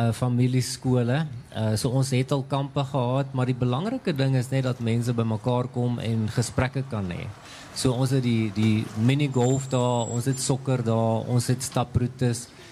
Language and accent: Afrikaans; Klerksdorp, North West, South Africa; born there; het ek al gekry om terug te kom Klerksdorp toe. Ja. En dit is nogal interessant, hierdie was op my laerskool saamtrek hier oorkant ons